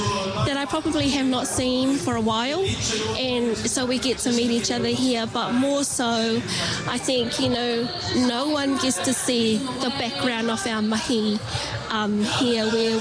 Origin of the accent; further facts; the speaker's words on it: Avarua, Rarotonga, Cook Islands; moved away as an adult; also born or lived in Mitiaro, Cook Islands; now in Dunedin, New Zealand; grew up born, bred back in the Cook Islands. In particular, I was born in Metiaro and then grew up in Rarotonga, did all my schooling in Rarotonga and then came over to Aotearoa.